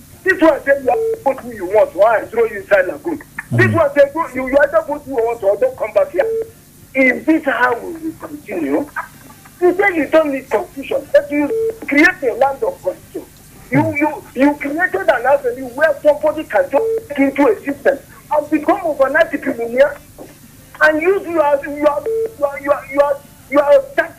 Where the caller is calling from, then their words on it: Nigeria; I'm calling from Anguarogo